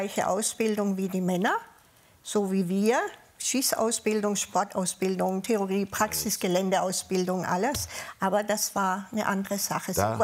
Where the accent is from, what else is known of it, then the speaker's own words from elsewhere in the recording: Southern Germany, Germany; accent: Southern German dialect; Kam dann auch noch mit meinem süddeutschen Dialekt.